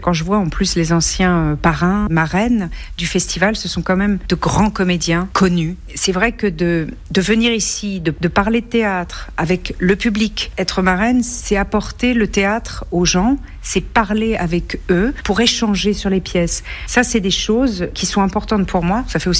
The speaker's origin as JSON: {"language": "French", "town": "Cannes", "region": "Provence-Alpes-Côte d'Azur", "country": "France", "tie": "born there", "said": "Je suis née à Cannes, je suis cannoise. Très fière."}